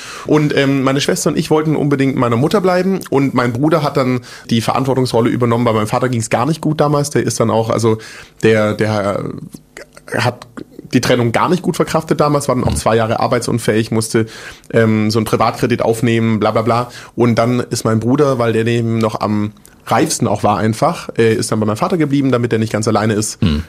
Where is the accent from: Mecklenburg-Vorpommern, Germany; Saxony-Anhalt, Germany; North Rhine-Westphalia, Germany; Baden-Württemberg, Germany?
Baden-Württemberg, Germany; Großbottwar; also born or lived in Stuttgart / Frankfurt; Ich bin in Stuttgart geboren, bei so einem Kaff aufgewachsen, das heißt Großbottwar. Also will ich da wohnen, was wohnen da 10.000, 15.000 Leute vielleicht. Bin da mit meiner Family groß geworden, bis ich 10 war.